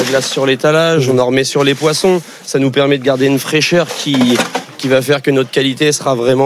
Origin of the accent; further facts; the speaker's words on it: Ouistreham, Normandy, France; On vient de Ouistreham en Normandie.